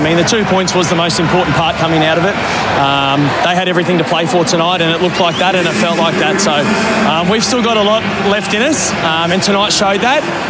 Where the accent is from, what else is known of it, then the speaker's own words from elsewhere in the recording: Queensland, Australia; And obviously, as a Queenslander, I'm wishing him all the best for game 3-2.